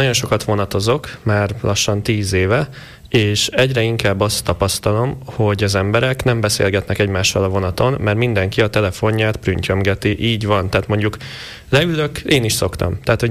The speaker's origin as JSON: {"language": "Hungarian", "town": "Vác", "region": "Pest", "country": "Hungary", "tie": "born or raised there", "said": "mert én Váci vagyok"}